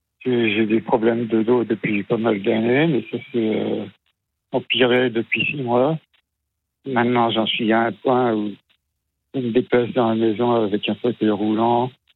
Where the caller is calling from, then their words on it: Saintes, Nouvelle-Aquitaine, France; Je suis à Sainte, en Charente-Marie.